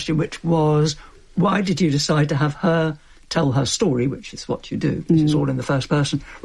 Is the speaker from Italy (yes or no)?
yes; Rome, Lazio, Italy; English is a second language; as I am from Rome